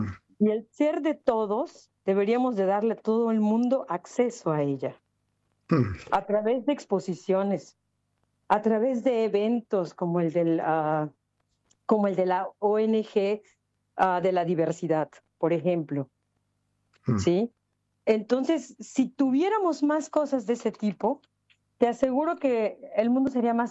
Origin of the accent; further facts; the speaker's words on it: Yucatán, Mexico; yo soy de Yucatán, a mí no me tocó aprender maya, lo cual es muy triste porque me quitaron la oportunidad de aprender una segunda lengua